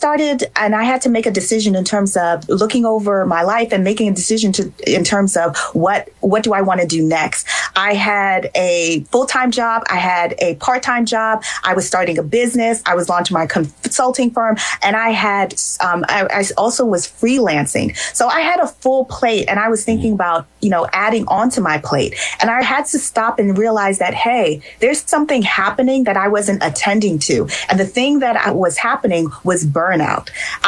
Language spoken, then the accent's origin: English; Nigeria; And I'm also a Nigerian, so I have to shout out, because yesterday was Nigerian Independence Day.